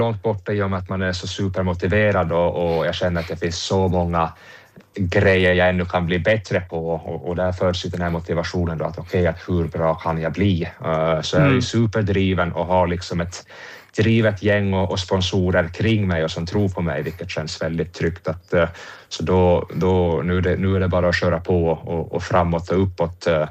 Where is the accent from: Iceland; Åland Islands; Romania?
Åland Islands; Åland; Och sen är det ju faktiskt så att som ålänning så måste man ju...